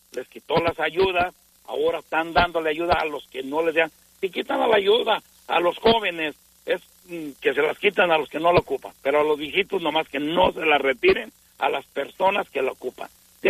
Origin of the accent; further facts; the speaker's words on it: Mexico; pero yo traemos sangre de española y somos mexicanos, nacimos en México